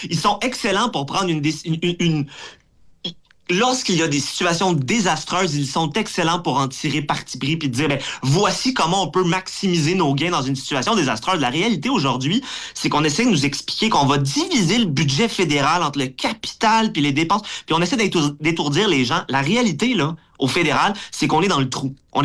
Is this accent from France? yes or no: no; Quebec, Canada; en tant que Québécois, en tant que Canadien